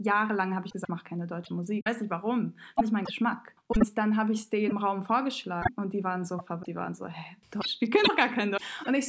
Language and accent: German; Montenegro; Wir kommen aus Montenegro.